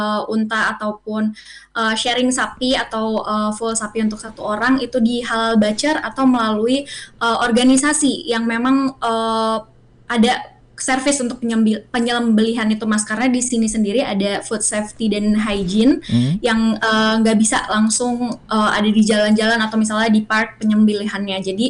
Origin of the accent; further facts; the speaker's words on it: Jakarta, Indonesia; also born or lived in East Java; Saya dari Jawa Timur, tapi kebetulan sudah tinggal di Jakarta dari kecil, Mas.